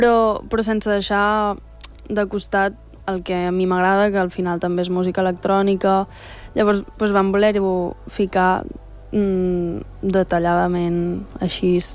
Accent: La Bisbal, Catalonia, Spain; Sí, o sigui, bueno, clar, tots som de la Bisbal i és un poble molt petit.

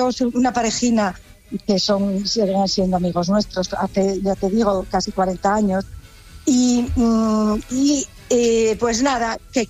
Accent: Pola de Siero, Asturias, Spain; Pues verás, yo trabajé en el Ayuntamiento de Siero, soy de Pola de Siero, en Asturias.

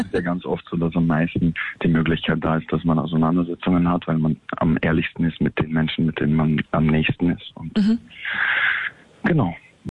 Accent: Vienna, Austria; auch wieder in seine Heimatstadt zurückzukehren. Mhm. Das ist bei mir Wien.

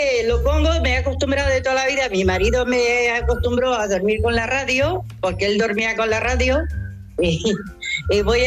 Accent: Málaga, Andalusia, Spain; Sí. Y yo soy de Málaga.

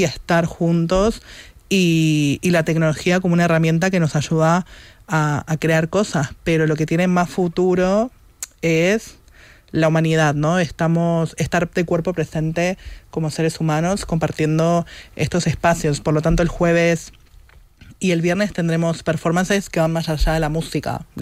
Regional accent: Uruguay; tantos años trabajando en Sonar Más D y siendo uruguaya

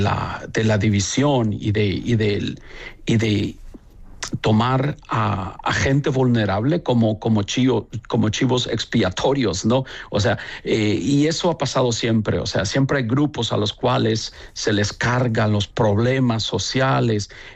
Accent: El Salvador; now in United States; Cuando salí de El Salvador, traía una mochila quizás con una mudada. Pero esa mochila venía llena de sueños, llena de esperanza, llena de proyectos.

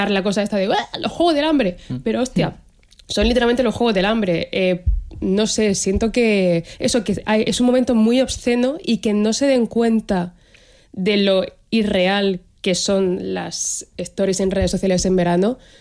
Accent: Cartagena, Region of Murcia, Spain; Como soy de Cartagena, para mí el verano ha sido siempre todo el año, excepto dos meses.

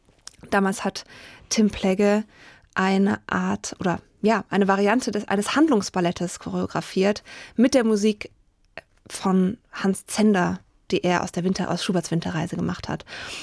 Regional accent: Berlin, Germany; moved away as an adult; also born or lived in Leipzig; now in Hesse, Germany; Ja, ich komme ursprünglich aus Berlin.

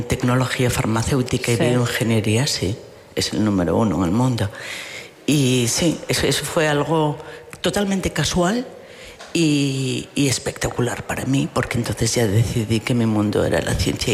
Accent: Carrizo, Castile and León, Spain; Me siento tremendamente unida a mi pueblo de Carrizo, o sea

